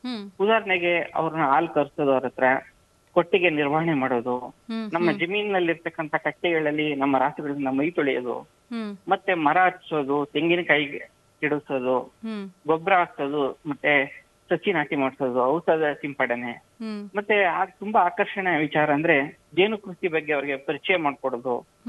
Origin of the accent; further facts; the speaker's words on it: Chamarajanagar district, Karnataka, India; ಈಗ ಉದಾಹರಣೆ ನಮ್ಮ ಚಾಮರಾಜನಗರ ಜಿಲ್ಲೆಯಲ್ಲಿ